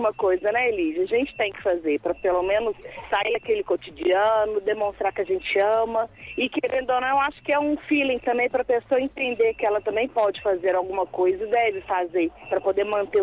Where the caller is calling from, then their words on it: Contagem, Minas Gerais, Brazil; eu sou de Contagem. No momento eu tô em Betim, que eu trabalho um pouquinho longe de casa, mas eu sou de Contagem.